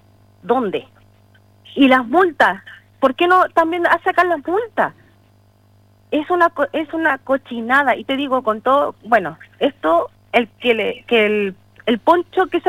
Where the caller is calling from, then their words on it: Iquique, Tarapacá, Chile; soy iquiqueña, yo quiero mi ciudad